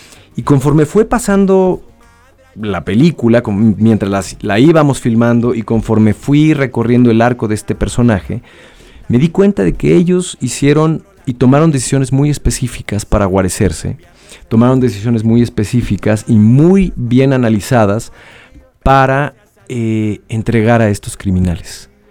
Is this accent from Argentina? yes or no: no; Mexico; Entonces nosotros como mexicanos creo que también tenemos la obligación de contar historias